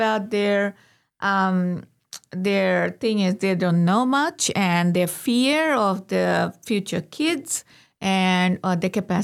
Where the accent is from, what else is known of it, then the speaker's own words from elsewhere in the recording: Bangladesh; now in Australia; I'm from Bangladesh.